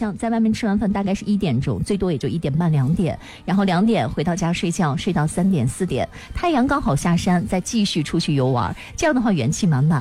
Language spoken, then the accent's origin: Chinese; Shanxi, China; 我们山西人是喜欢午睡的